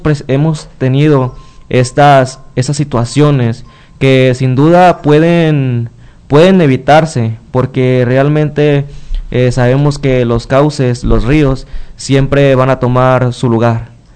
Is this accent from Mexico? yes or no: yes; Bahía de Banderas, Nayarit, Mexico; la necesidad que tenemos en mi pueblo, hablando en Bahía de Banderas